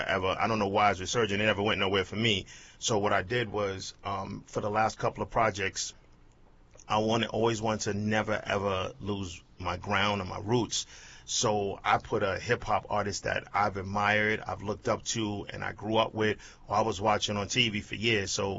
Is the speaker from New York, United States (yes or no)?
yes; New York City, New York, United States; I'm from Brooklyn, which is the city of churches. They have nothing but churches in Brooklyn.